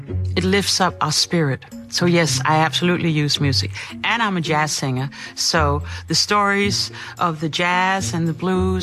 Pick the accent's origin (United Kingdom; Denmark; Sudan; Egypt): Denmark; Copenhagen, Capital Region of Denmark; now in New Orleans, United States; I'm Afropean, born and raised in Copenhagen, Denmark.